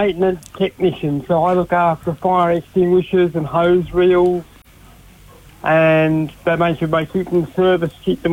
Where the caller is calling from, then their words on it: Clunes, Victoria, Australia; I actually work for Andrew Brown Computer Help here at Clunes in Victoria